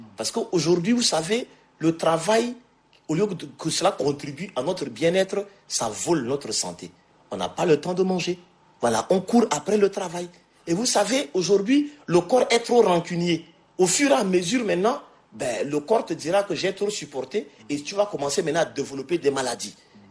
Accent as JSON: {"language": "French", "country": "Chad", "said": "on est tchadien"}